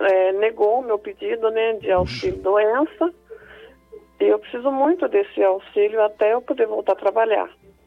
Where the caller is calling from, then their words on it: Coronel Macedo, São Paulo, Brazil; Da cidade de Coronel Macedo, estado de São Paulo.